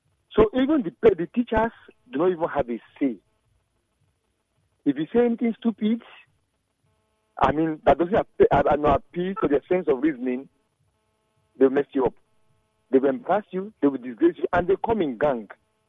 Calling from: Port Harcourt, Rivers, Nigeria; I'm calling from Port Harcourt.

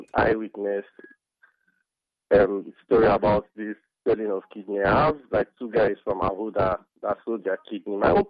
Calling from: Ogbogoro, Rivers, Nigeria; I'm calling from Ogbogoro.

